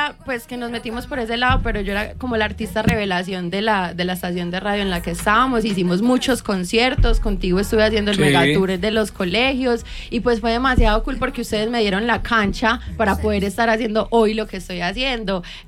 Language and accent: Spanish; Colombia; Ustedes saben que yo soy muy colombiana y yo represento a Colombia en el exterior.